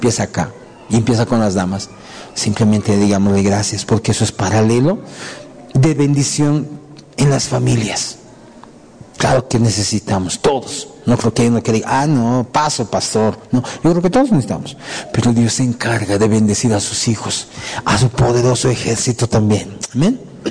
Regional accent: Bolivia; Nosotros también somos bolivianos.

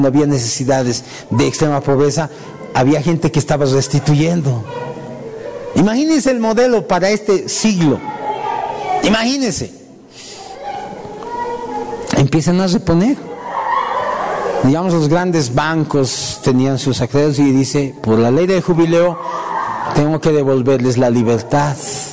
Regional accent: Bolivia; Nosotros también somos bolivianos.

